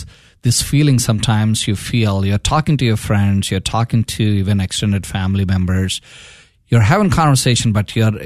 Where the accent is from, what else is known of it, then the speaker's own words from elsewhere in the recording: India; moved away; When I was a young boy, around 10 years old, she was in my hometown in India